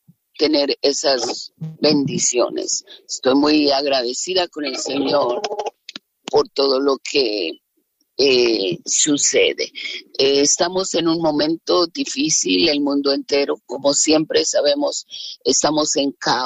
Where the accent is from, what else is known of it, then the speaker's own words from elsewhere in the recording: Mexico City, Mexico; now in Phoenix, United States; yo soy de la Ciudad de México